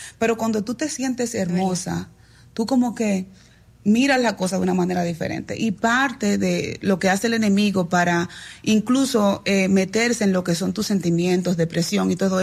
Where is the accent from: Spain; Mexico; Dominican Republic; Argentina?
Dominican Republic; Soy dominicana.